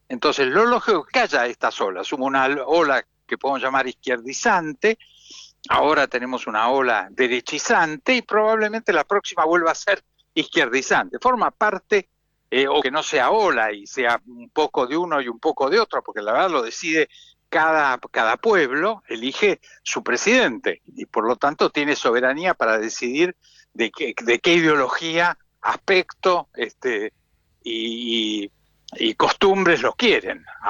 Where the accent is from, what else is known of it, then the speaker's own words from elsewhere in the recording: Argentina; prefiero ponerme colorado de vergüenza como argentino